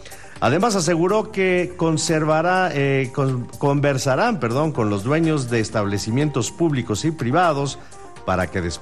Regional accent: Mexico; así somos los mexicanos

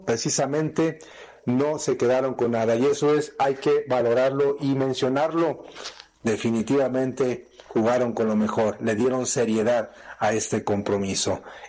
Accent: Mexico; nos da gusto, la verdad, como mexicanos, que la Liga MX haya impuesto.

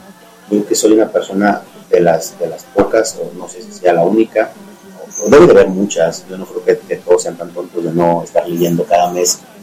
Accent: San Luis Potosí, Mexico; Pero no quiere decir que no sea de aquí, de San Luis Potosí. Yo amo mi tierra, yo amo a mis hijos

